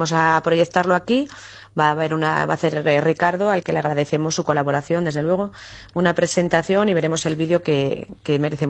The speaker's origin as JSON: {"language": "Spanish", "town": "Fabero", "region": "Castile and León", "country": "Spain", "said": "la gente que somos de Favero y están fuera"}